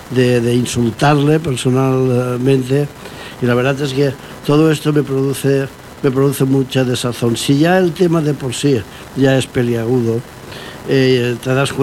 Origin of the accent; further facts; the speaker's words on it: Spain; Todos somos españoles